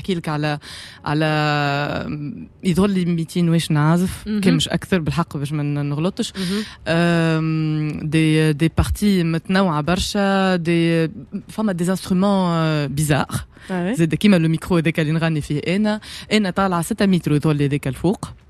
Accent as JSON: {"language": "Arabic", "country": "Tunisia", "said": "احنا من تونس"}